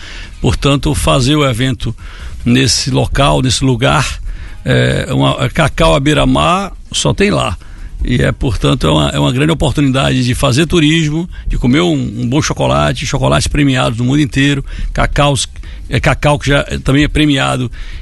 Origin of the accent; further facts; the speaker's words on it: Guanambi, Bahia, Brazil; Eu não sou filho de lá, sou sertanejo de Guanambi